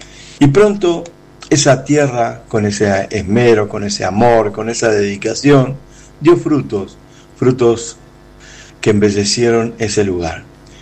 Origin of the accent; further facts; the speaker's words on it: Argentina; soy de Argentina